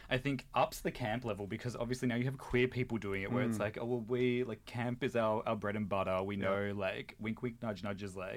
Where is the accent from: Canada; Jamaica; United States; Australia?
Australia; I'm Australian